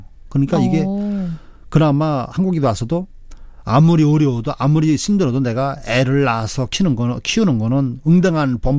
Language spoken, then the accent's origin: Korean; North Korea; moved away as an adult; now in South Korea; 북한에는 조경이라는 용어 자체가 없었거든요. 그래서 저도 한국에 처음 왔을 때는 조경이 뭔가 했댔어요.